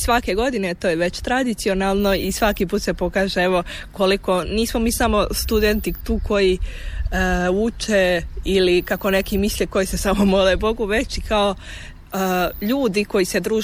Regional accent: Donja Mahala, Posavina, Bosnia & Herzegovina; Ja dolazim iz Bosanske Posavine, odnosno iz Donje Mahale kod Orašja.

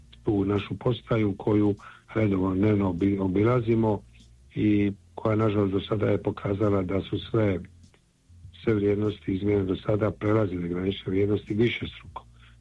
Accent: Split, Split-Dalmatia County, Croatia; Zato kažem, ja dolazim iz Splita

